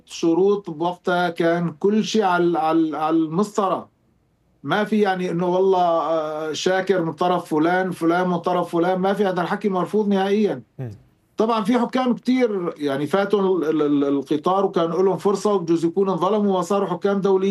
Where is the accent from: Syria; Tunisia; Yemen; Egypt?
Syria; أنا بهمني أطور التحكيم في بلدي، أنا بهمني أطور التحكيم السوري